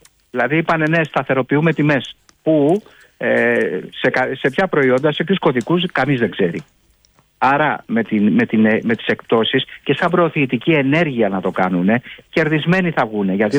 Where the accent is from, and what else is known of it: Greece